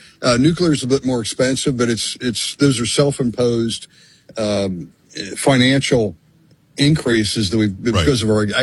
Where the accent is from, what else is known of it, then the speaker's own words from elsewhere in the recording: Pennsylvania, United States; I'm from my home state of Pennsylvania, just huge benefits financially from these people that own properties.